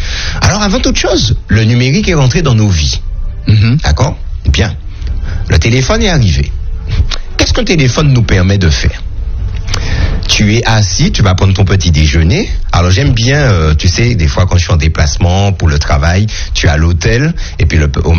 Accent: Martinique; Eh bien, nous sommes chez nous en Martinique, et puis nous sommes capables de commander en Chine

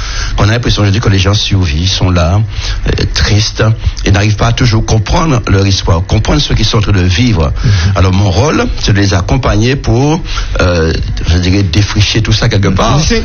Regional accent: Sainte-Anne, Guadeloupe; born there; je suis né à Sainte-Anne et j'habite à Sainte-Anne jusqu'à maintenant.

